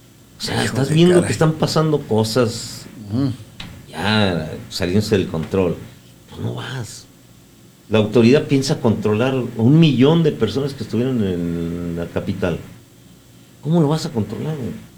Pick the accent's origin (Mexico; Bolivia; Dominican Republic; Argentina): Mexico; Nosotros somos mexicanos, póngamela como la ponga